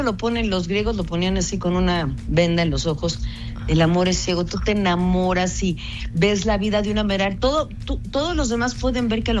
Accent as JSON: {"language": "Spanish", "country": "Mexico"}